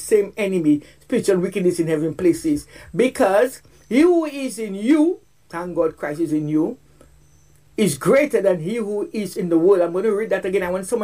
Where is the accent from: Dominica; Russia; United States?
Dominica; Roseau; I grew up in Carnival. Right there by the Windsor Park, the ban had to pass in front of my house.